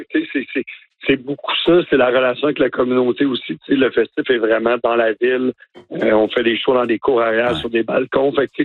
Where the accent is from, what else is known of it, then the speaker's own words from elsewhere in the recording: Baie-Saint-Paul, Quebec, Canada; on est born and raised, là, tu sais, on est de Baie-Saint-Paul, on connaît les gens